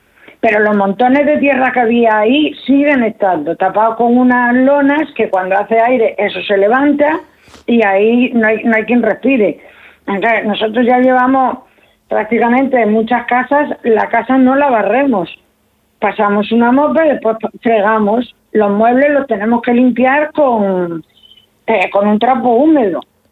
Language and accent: Spanish; Galicia, Spain